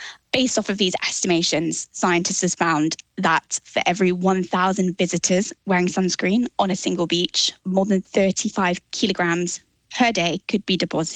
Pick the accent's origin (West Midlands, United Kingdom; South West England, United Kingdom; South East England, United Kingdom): South West England, United Kingdom; I grew up in Devon in the UK. And as such, I've spent obviously a lot of time in and around the ocean.